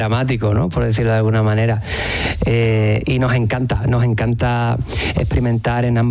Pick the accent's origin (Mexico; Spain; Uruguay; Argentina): Spain; San Fernando, Andalusia; Pues yo soy de San Fernando y mi compi es de la línea.